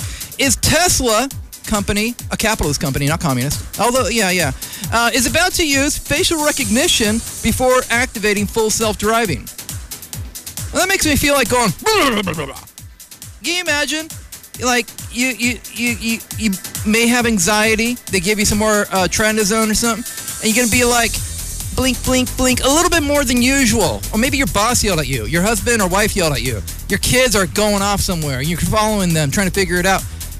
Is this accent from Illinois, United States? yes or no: no; Vallejo, California, United States; A unique identity as a Californian, Bay Area, and Vallejoan